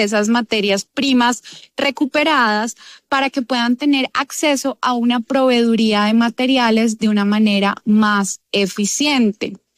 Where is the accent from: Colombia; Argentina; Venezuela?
Colombia; Bogotá; yo nací en Bogotá, he vivido acá todo el tiempo